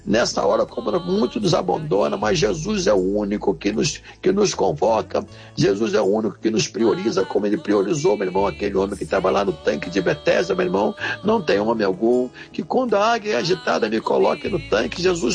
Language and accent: Portuguese; Brazil; eu sou brasileiro